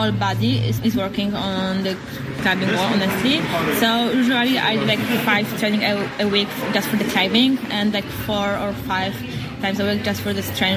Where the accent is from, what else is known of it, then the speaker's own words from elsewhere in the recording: Poland; English is a second language; I'm from Poland, I'm a speed climber, and I competed in the Olympic Games in Paris this summer.